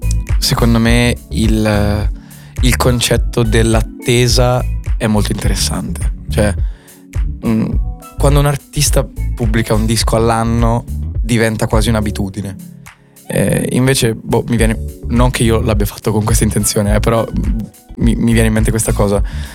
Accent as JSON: {"language": "Italian", "town": "Ancona", "region": "Marche", "country": "Italy", "said": "io sono di Ancona"}